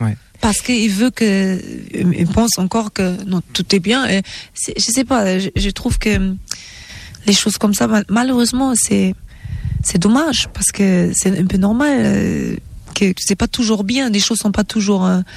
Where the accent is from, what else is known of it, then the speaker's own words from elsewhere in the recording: Germany; J'aime les bretzels aussi parce que j'ai grandi en Allemagne et j'aime le foufou et le okra et le egusi de Nigeria.